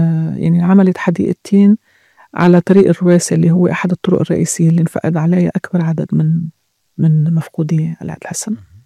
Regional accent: Syria; ما لازم نحن نشوف بعضنا كلنا كسوريين.

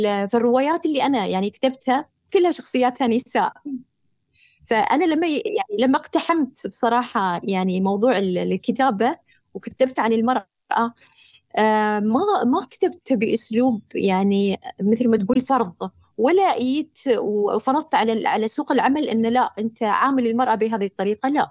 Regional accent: United Arab Emirates; بالنسبة نحن كمجتمع إماراتي

